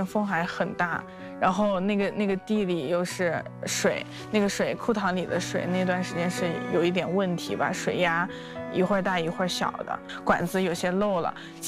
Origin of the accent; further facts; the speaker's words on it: Dali, Yunnan, China; 我的家乡就是这边，然后我肯定更希望我的家乡就是变得更好，大家也是靠种植获得收入，但如果收入高了，大理就会变得更好